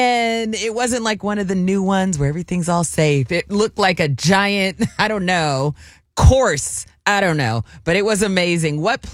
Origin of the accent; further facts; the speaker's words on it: Fremont, California, United States; it was an amazing playground growing up in Fremont, Lake Elizabeth.